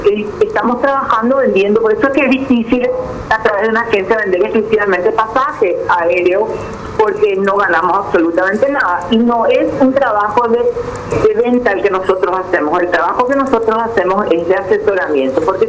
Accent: Paraguay; podemos llegar a ser locales nosotros los paraguayos.

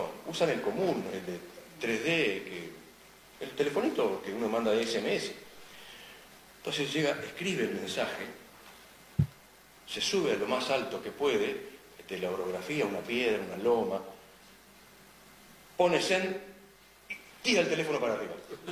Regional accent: Patagonia, Argentina; Sí, yo soy patagónico, le digo.

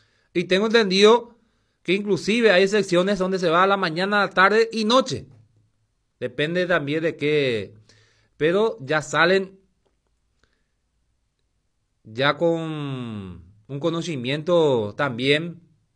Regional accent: Paraguay; Yo estoy contento en mi país.

